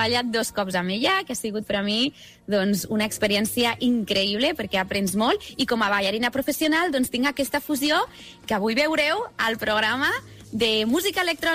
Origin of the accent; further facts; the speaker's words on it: Catalonia, Spain; però com també sóc catalana, doncs per això faig les meves cançons en català i en anglès per expandir el català per a tot el món.